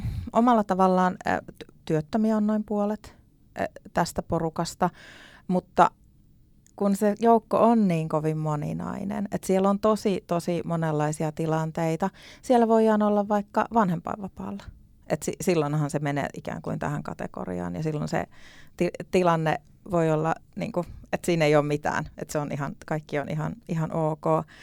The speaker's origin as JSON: {"language": "Finnish", "region": "South Ostrobothnia", "country": "Finland", "tie": "born or raised there", "moved": "yes", "lives_now": "Joensuu, Finland", "said": "Mä oon Etelä-Pohjanmaalta kotosi"}